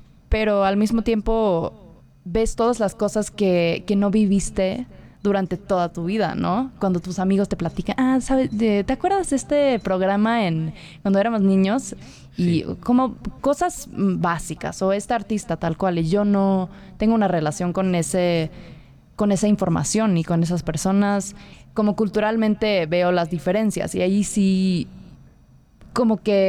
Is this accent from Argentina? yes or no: no; Mexico; Spanish is a second language; Siendo mexicana y no hablar en español, me hizo dudar mucho en esa identidad mía, que era, yo soy mexicana, pero ¿y entonces por qué?